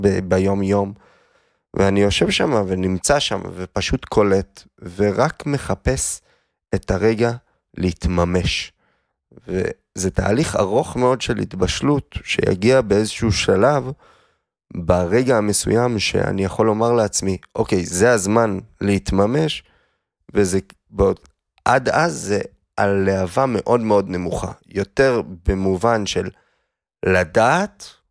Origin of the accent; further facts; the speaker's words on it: Yesodot, Central District, Israel; אז אני נולדתי וגדלתי ביישוב יסודות, למי שמכיר, מושב, חרדי, קטן בשפלה, באזור רחובות. הבית שלנו הוא בית חרדי